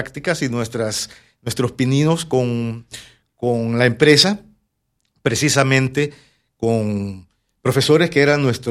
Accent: El Salvador; moved away as an adult; now in Panama; Después de graduarme de la escuela secundaria en mi país, El Salvador

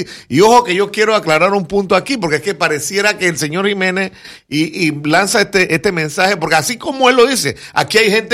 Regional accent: Panama; que es la intención mía como panameño

